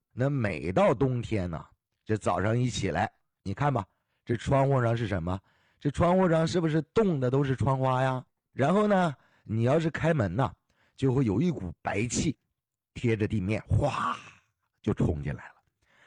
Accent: Heilongjiang, China; 那我们老家呢，黑龙江的，那就更冷了。那一到冬天，零下30度，那是很常见的事儿。你看，小的时候啊，这条件都不是特别的好。那个时候住的什么房子？有那种土坯房。

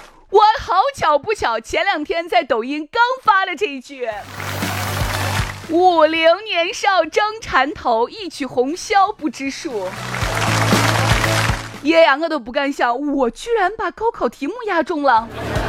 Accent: Shaanxi, China; accent: Shaanxi dialect; 我们陕西话

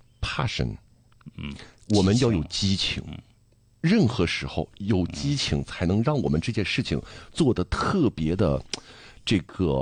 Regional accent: China; 我们中国人有一个小的问题，就是不善于交流

